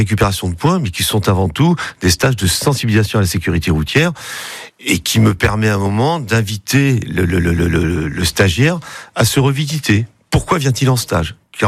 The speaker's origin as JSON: {"language": "French", "town": "Châtellerault", "region": "Nouvelle-Aquitaine", "country": "France", "said": "je suis de Châtellerault, je pars à 8h pour être ici, effectivement, à 9h."}